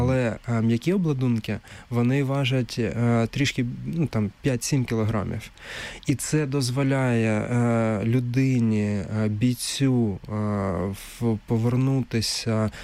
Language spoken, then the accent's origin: Ukrainian; Kharkiv, Kharkiv Oblast, Ukraine; в Харкові, це моє рідне місто